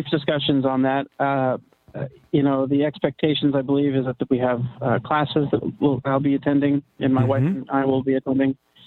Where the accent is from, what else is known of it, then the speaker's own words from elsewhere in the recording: Maine, United States; No, I don't have any family on the West Coast. I'm from New England, Maine specifically.